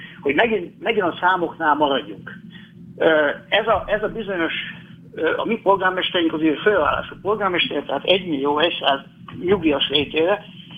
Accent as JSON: {"language": "Hungarian", "country": "Hungary", "tie": "born there"}